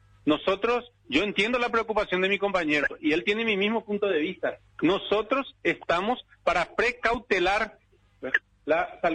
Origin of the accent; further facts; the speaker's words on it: Paraguay; a nosotros como paraguayos nos interesa